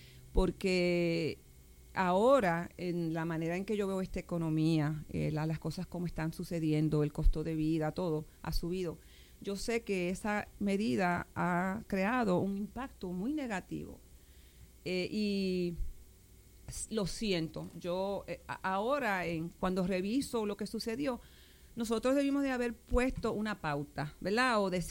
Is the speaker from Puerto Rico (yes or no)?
yes; Machuchal, Puerto Rico; principalmente porque yo nací en Machuchal y me crié parte de mi niñez antes de que papi nos mudara a Calcujún. Pero siempre estuve en Machuchal